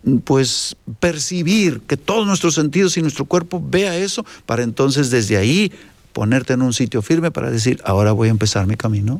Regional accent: Sonora, Mexico; yo soy de Sonora, Tijuana, Sonora

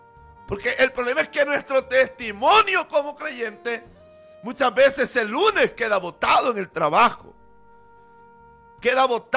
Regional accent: El Salvador

